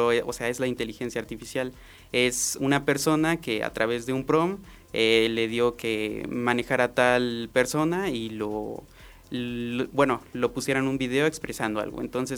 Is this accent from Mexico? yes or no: yes; Tlaxiaco, Oaxaca, Mexico; como oaxaqueños o ya como tlaxiaqueños